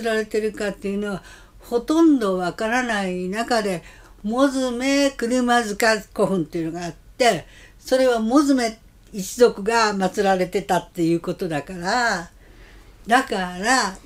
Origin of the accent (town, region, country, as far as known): Matsue, Shimane, Japan